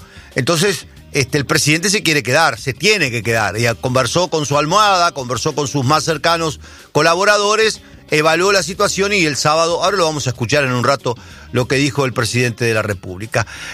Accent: Uruguay; los futboleros que somos nosotros los uruguayos

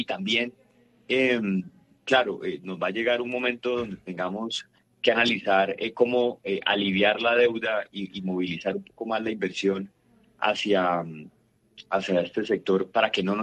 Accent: Colombia

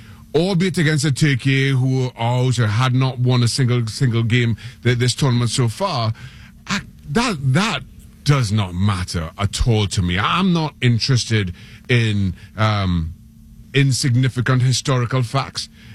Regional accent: Trinidad & Tobago; And listen, I am not American. I grew up in Trinidad and Tobago. I played my football there.

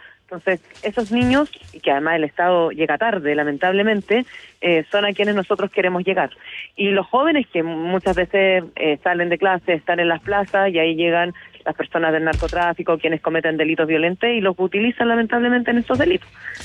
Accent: Santiago, Santiago Metropolitan Region, Chile; yo soy de Quinta Normal, soy nacida, criada en la comuna, vivo en la comuna

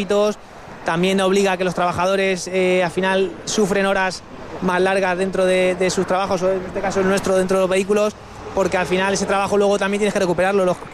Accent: Toledo, Castilla-La Mancha, Spain; Yo soy de Toledo, capital.

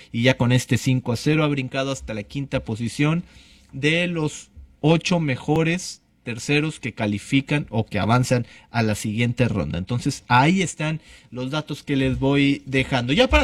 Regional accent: Mexico; Primero soy mexicano antes que todo.

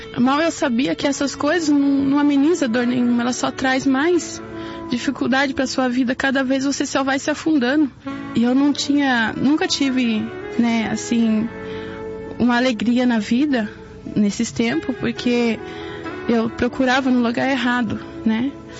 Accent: Sorocaba, São Paulo, Brazil; sou da cidade de Sorocaba e eu vim aqui contar meu testemunho. Eu tenho 31 anos

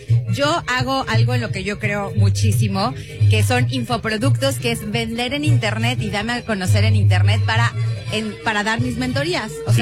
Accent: Querétaro, Mexico; moved away as an adult; now in Madrid, Spain; Yo soy de Querétaro.

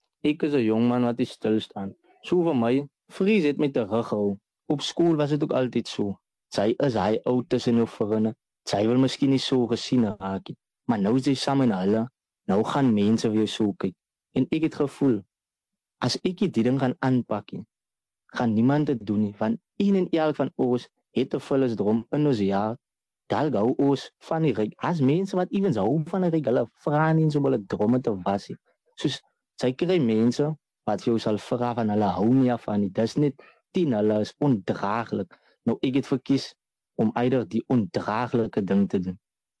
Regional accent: Lamberts Bay, Western Cape, South Africa; ek is oorspronkelijk van Lammersbaai en een ding van my wat nou uitstaan is, ek is 'n jong man

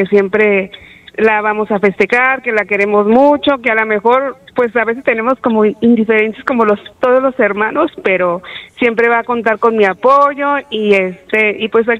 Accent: Guadalajara, Jalisco, Mexico; Somos de Lomas del Paradero.

